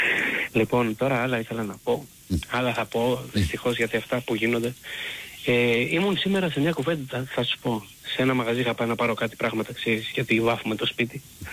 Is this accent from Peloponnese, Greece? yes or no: yes; Corinth, Peloponnese, Greece; από την Κόρινθο, Παναθηναϊκός.